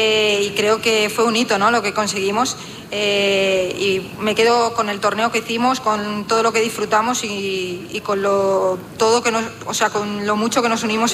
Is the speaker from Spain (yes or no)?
yes; Seville, Andalusia, Spain; Sergio Ramos es un referente y bueno, yo como sevillana y sevillista, pues encantada.